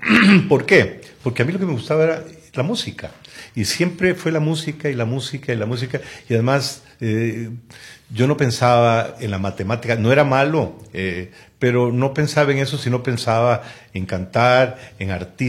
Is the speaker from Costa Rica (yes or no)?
yes; San José, Costa Rica; born there; moved away as an adult; also born or lived in Mexico; yo nací en Barrio Amón, en una casa esquina opuesta a los lavaderos de Traube.